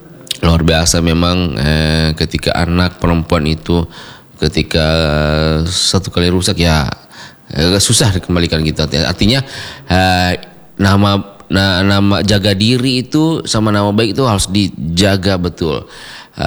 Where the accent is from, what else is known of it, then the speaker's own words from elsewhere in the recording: South Sulawesi, Indonesia; apalagi kita suku Bugis Makassar, mempunyai filosofi atau ilmu-ilmu yang diajarkan oleh orang tua dulu